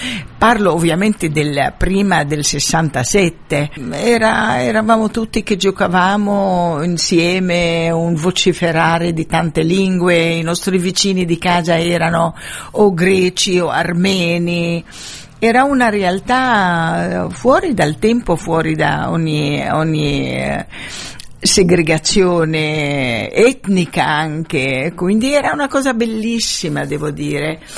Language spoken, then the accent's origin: Italian; Gaza, Gaza Strip, Palestine; moved away as an adult; ma io sono nata e cresciuta a Gaza, io mi considero di palestinese di Gaza ovviamente